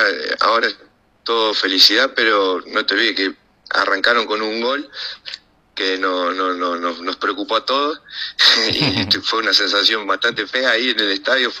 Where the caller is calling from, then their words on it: Argentina; Nosotros llegamos el sábado a Miami, viajamos de Argentina a Miami directamente.